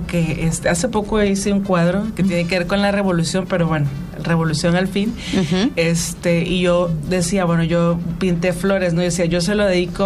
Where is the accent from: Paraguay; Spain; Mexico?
Mexico; Creo que es que ser mexicano es maravilloso. Yo no hubiera querido ser de ningún otro país más que este, de verdad.